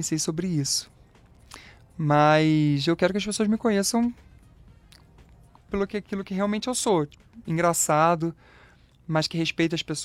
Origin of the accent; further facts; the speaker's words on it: Araruama, Rio de Janeiro, Brazil; eu sou do interior do Rio de Janeiro, Araruama, cara. A cidade tem 130 mil habitantes.